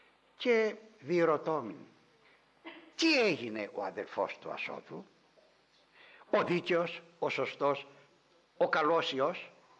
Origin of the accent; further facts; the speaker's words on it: Ikaria, North Aegean, Greece; Και κάθισα εκεί στην πατρίδα μου την Ικαρία, όπου έχω ησυχία όταν πάω